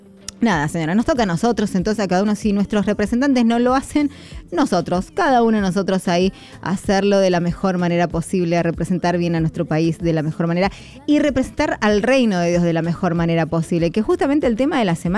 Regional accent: Argentina

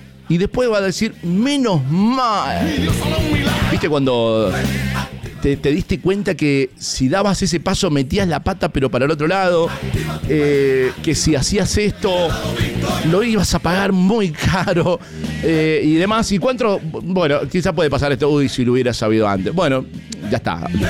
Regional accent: Argentina; Y como argentinos es como que siempre creemos que nos las sabemos todas.

